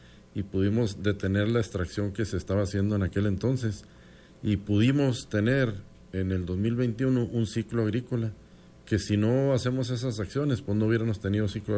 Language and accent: Spanish; Estación Consuelo, Chihuahua, Mexico; yo soy originario de Estación Consuelo. Sí.